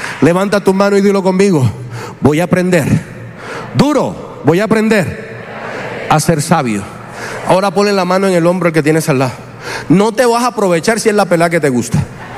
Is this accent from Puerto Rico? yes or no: no; Colombia; La mayoría de nosotros que somos nacidos aquí en Latinoamérica, en Colombia, somos mestizos.